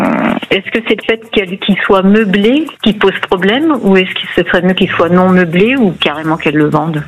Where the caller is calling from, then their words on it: Lyon, Auvergne-Rhône-Alpes, France; J'appelle de Lyon, exactement.